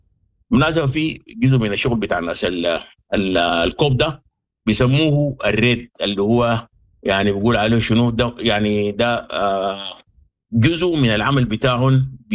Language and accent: Arabic; Sudan; ونحن دورنا كبير كسودانيين وعندنا منطقة، السودان كان فيه غابات كبيرة،